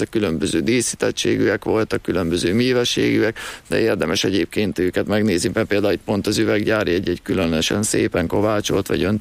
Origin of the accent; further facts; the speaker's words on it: Háromhuta, Borsod-Abaúj-Zemplén, Hungary; also born or lived in Sátoraljaújhely; now in Budapest, Hungary; Innen származok